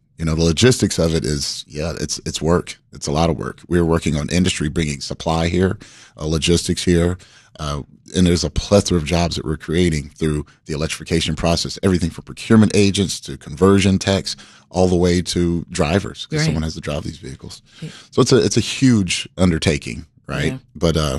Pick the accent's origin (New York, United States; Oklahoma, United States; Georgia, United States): Georgia, United States; Atlanta; I'm new to the area. I'm from Atlanta.